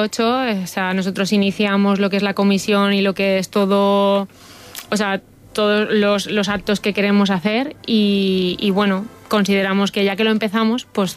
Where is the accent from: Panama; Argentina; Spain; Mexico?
Spain; Alcoy, Valencian Community; que nosotros venimos de Alcoy, ¿vale?